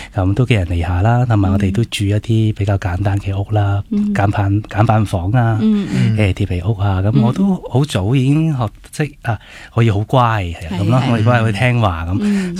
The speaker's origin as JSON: {"language": "Cantonese", "country": "Hong Kong", "tie": "born or raised there", "said": "我喺单亲家庭去长大嘅，咁我妈咪咧就喺我好细个嘅时候咧就带我嚟到香港，因为佢照顾自己嘅妈咪啦，即系我婆婆啦。咁我哋就两个人喺香港相依为命啦。"}